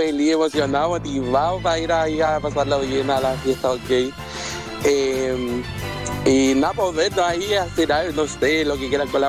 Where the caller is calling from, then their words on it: Quillota, Valparaíso, Chile; Soy de Quillota.